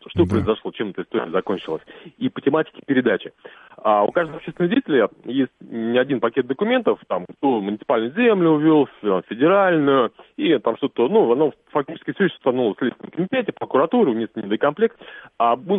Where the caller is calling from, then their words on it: Kaliningrad, Kaliningrad Oblast, Russia; город Калининград.